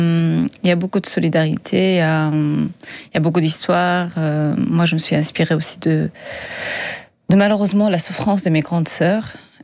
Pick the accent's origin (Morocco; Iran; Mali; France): Morocco; Agadir, Souss-Massa; born there; Moi, je suis née au Maroc, au Sud du Maroc, à Agadir.